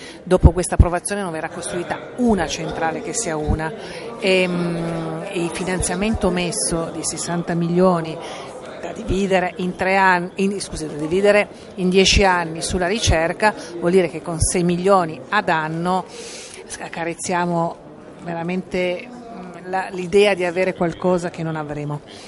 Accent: Piedmont, Italy; da piemontese posso dire

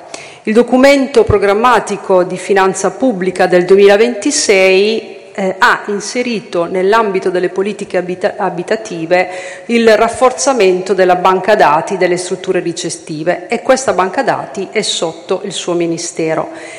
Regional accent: Rimini, Emilia-Romagna, Italy; da riminese, abitante di Rimini, che è modello della ricettività e dell'accoglienza, lo dico con cognizione di causa.

